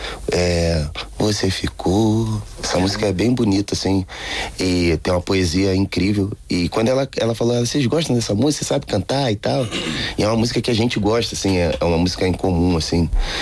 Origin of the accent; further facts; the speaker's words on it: Brazil; moved away; Até porque tem outros brasileiros aqui